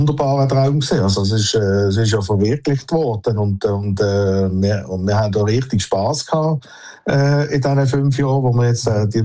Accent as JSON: {"language": "German", "country": "Switzerland", "moved": "yes", "said": "ich bin halt ein Schweizer"}